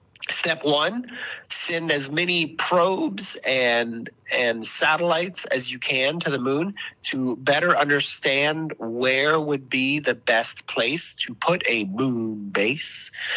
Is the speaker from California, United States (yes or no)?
yes; California, United States; Was buried this little nugget, which as a Californian, people are quite upset.